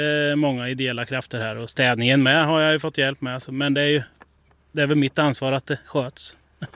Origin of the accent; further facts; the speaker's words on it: Sweden; Ja, i samhället är jag uppvuxen, men i andra sidan av samhället.